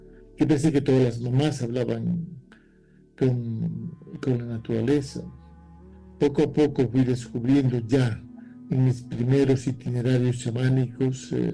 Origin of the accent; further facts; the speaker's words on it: Bolivia; Yo nací en Bolivia, crecí en un bosque junto a la montaña, en mucho silencio, mucha soledad.